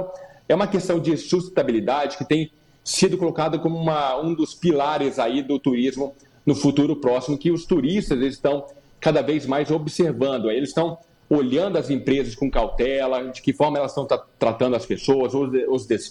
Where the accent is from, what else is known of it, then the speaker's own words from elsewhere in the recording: Rio de Janeiro, Brazil; que eu sou carioca